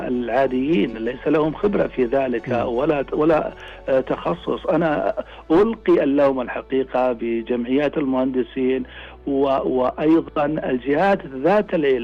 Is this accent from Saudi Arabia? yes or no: yes; Saudi Arabia; عندنا في المملكة العربية السعودية